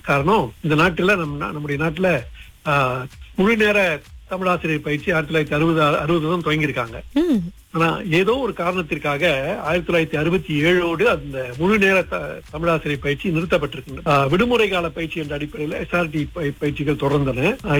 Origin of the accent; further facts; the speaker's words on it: Labis, Johor, Malaysia; என்னுடைய சொந்த ஊரான லாபிஸ்கே போய் என்னுடைய இடைநிலை பள்ளியிலேயே ஆசிரியராக 4 பணி செய்தேன்.